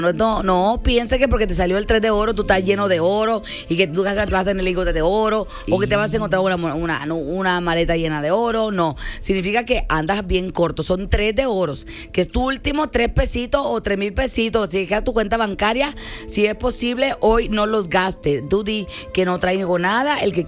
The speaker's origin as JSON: {"language": "Spanish", "country": "Venezuela", "said": "después de que la predicción se la doy aquí en el 811-2200925."}